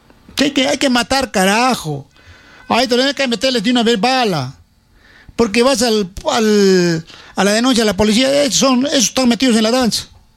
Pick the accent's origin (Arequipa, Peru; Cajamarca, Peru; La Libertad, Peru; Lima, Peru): Arequipa, Peru; Yura; born there; Ver cómo en mi distrito, donde yo nací